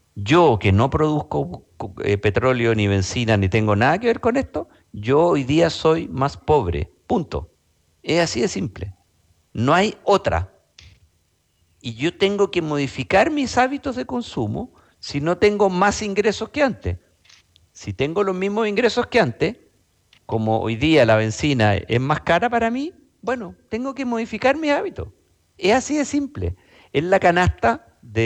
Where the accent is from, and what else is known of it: Chile